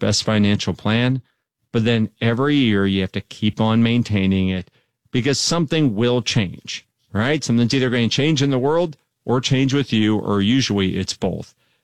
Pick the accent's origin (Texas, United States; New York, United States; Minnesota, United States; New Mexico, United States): Texas, United States; Dallas; I grew up in Dallas, Texas, and up here in the Northwest now